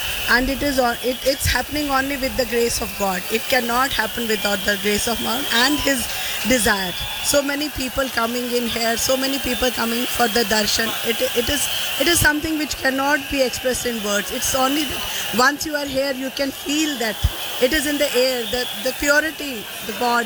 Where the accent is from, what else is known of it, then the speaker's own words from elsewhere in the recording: Jammu and Kashmir, India; now in Ahmedabad, India; I'm basically from Jammu and Kashmir, but settled in Gujarat, Ahmedabad.